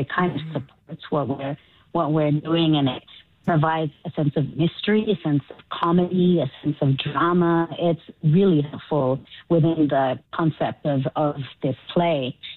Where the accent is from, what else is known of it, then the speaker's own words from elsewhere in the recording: Sydney, New South Wales, Australia; also born or lived in Chile; I'm from Chile. I was born in Chile. And I grew up in Australia, in Sydney, Australia. And when I grew up, it was like late 90s, 2000s